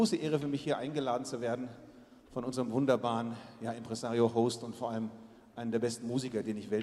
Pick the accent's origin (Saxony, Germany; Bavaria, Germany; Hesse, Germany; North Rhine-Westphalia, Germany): Bavaria, Germany; Erlangen; also born or lived in Nuremberg; so viele Menschen in meiner Heimat Franken. Ich bin zwar ein Erlanger, aber ich habe auch in Nürnberg gelebt. 10 Jahre habe ich hier gelebt